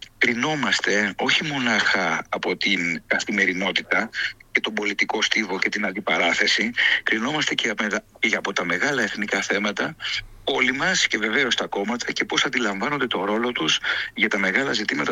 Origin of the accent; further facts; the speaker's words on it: Greece; της πατρίδας μας, της Ελλάδας